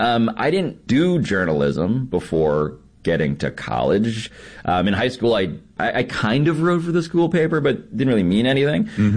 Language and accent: English; New York City, New York, United States; I grew up in Murray Hill in Manhattan, which used to be a place where consultants did not go to vomit recreationally.